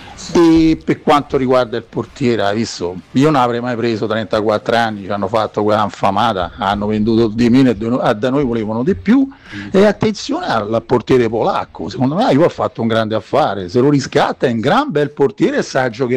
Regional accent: Rome, Lazio, Italy; Io sono di Roma e tu conosci benissimo l'ambiente romano

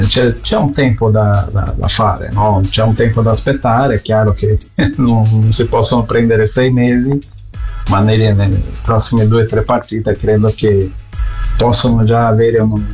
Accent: Brazil; Italian is a second language; moved away; come diciamo noi in Brasile

